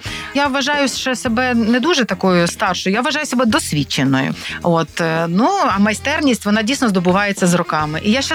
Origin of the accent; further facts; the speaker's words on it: Ternopil, Ternopil Oblast, Ukraine; born there